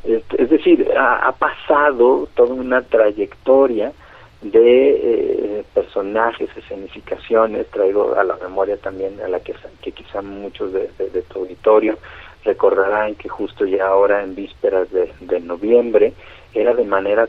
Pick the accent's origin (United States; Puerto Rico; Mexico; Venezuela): Mexico; Guadalajara, Jalisco; el teatro es la memoria del consumo cultural que hemos tenido como tapatíos.